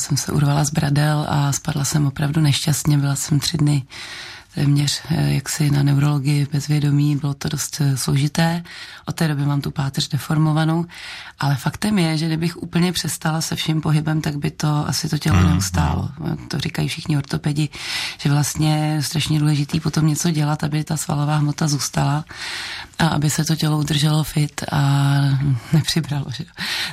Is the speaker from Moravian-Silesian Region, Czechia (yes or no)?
no; Prague, Czechia; já jsem se narodila v Praze, táta byl z Vysočiny, takže jsme hodně trávili času v lesích, teda kolem Kamenice nad Lipou